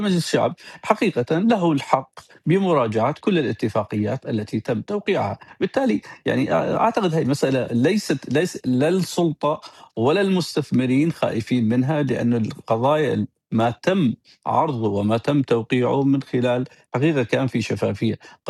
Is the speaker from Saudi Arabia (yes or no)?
no; Syria; وإحنا كشعب سوري نتقبل هذه الأسباب